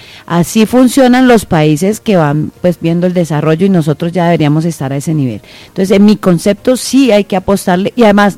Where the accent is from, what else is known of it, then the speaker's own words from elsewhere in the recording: Palmira, Valle del Cauca, Colombia; also born or lived in Santa Marta / Cali; yo soy nacida en Santa Marta, pero criada en el Valle del Cauca, entre Palmira y Cali, porque nací en Santa Marta, me crié en Palmira, estudié en Cali y mi cédula dice que soy de Bogotá.